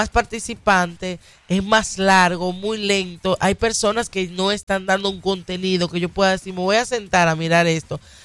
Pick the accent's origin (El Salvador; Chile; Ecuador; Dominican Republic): Dominican Republic; now in United States; desde aquí, desde Estados Unidos y siendo dominicana